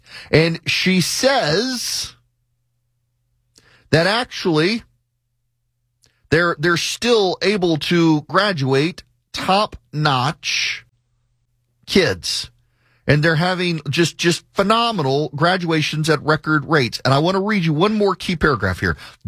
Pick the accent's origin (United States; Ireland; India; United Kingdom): United States; Louisiana; also born or lived in overseas; Louisiana, my home state of Louisiana. Y'all, I grew up overseas. I got home.